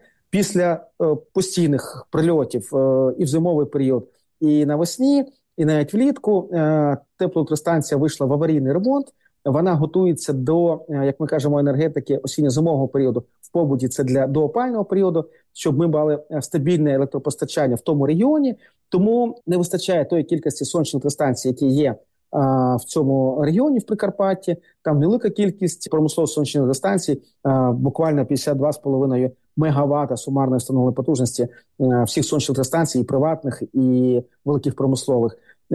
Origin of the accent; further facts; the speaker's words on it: Kharkiv, Kharkiv Oblast, Ukraine; зокрема, в моєму рідному Харкові